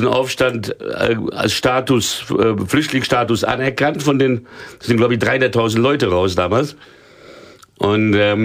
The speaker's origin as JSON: {"language": "German", "region": "São Paulo", "country": "Brazil", "tie": "born or raised there", "said": "Als Baby nach São Paulo, da bin ich aufgewachsen."}